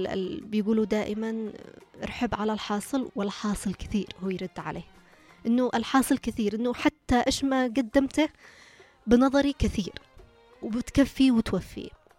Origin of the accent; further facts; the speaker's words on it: Yemen; نحن كشعب يمني